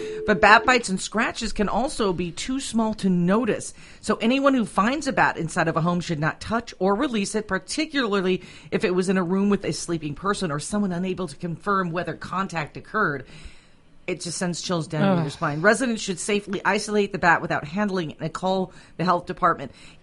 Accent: California, United States; I'm from California

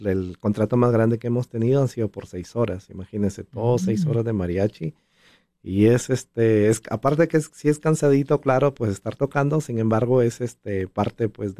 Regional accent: Piura, Peru; moved away as an adult; now in Utah, United States; yo nací en Piura, Perú. Allá empecé mis estudios de música, de piano, de violín. Fui a la escuela de música. También fui a la universidad a estudiar ingeniería electrónica. Estuve en una orquesta sinfónica allá en Perú por 8 o 9 años aproximadamente. Y luego cuando me mudé aquí en Utah

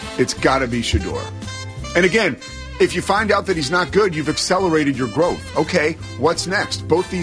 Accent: Philadelphia, Pennsylvania, United States; Well, I think, look, I'm from Philadelphia. I'm not shy about it, and I love the city.

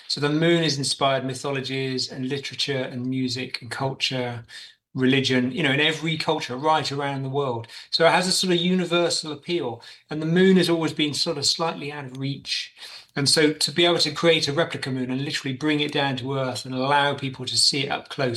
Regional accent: Bristol, South West England, United Kingdom; I'm an artist from Bristol, England.

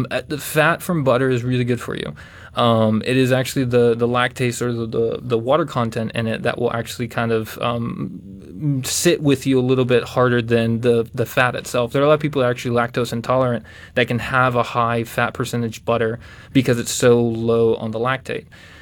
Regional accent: Zihuatanejo, Guerrero, Mexico; moved away as an adult; now in United States; I'm from Mexico in a small town called Ixtapas y Huatanejo. It's on the Pacific coast.

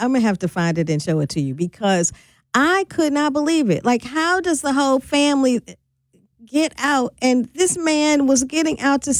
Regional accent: St. Louis, Missouri, United States; I'm originally from St. Louis.

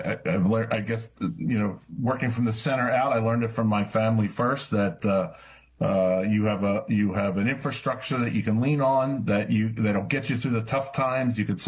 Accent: Havertown, Pennsylvania, United States; I'm from Havertown, Pennsylvania. I'm one of five, and I'm the oldest of five

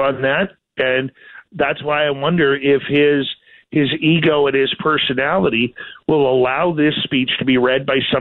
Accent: Canada; I'm Canadian

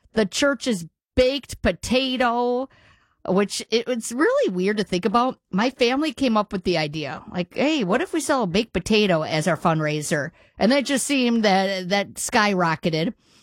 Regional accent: Eagle, Wisconsin, United States; moved away; I'm going back to the town I grew up in. I grew up in Eagle. It's right between Palmyra and Maguanago.

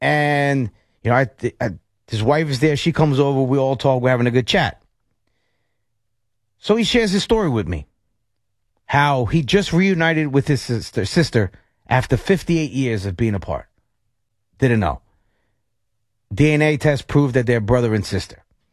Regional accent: New York, United States; And I said, from here.

